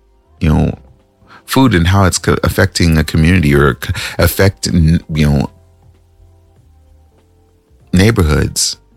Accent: California, United States; moved away; also born or lived in Minnesota; I'm from California, y'all. I'm from Cali, but I've been away.

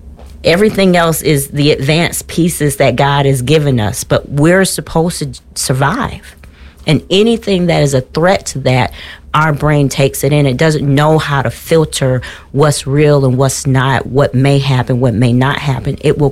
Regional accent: the South, United States; Growing up in the South, there was no computer. There was not a cell phone.

